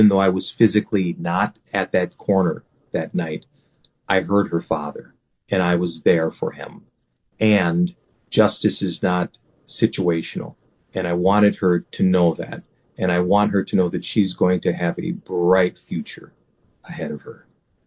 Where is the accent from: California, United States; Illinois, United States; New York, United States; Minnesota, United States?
Minnesota, United States; Minneapolis; This little boy growing up in Southside Minneapolis, running through the alleys and everything else.